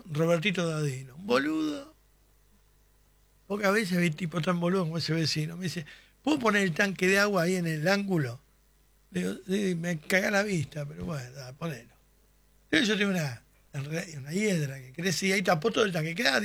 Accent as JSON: {"language": "Spanish", "region": "Calabria", "country": "Italy", "said": "Bueno, yo soy de la Calabria."}